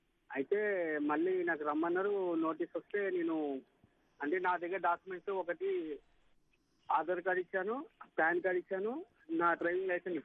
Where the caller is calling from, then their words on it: Hyderabad, Telangana, India; నేను హైదరాబాద్ నుంచి మాట్లాడుతున్నాను.